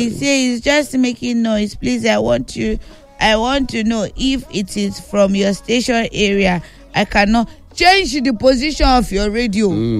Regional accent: Lekki, Lagos, Nigeria; from Lekki.

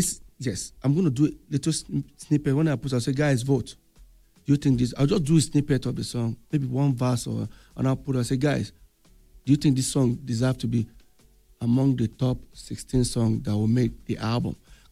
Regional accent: Nigeria; I'm Nigerian.

